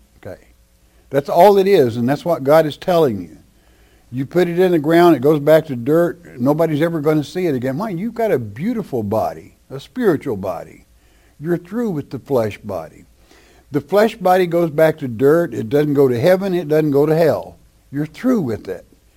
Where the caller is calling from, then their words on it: Florida, United States; from Florida.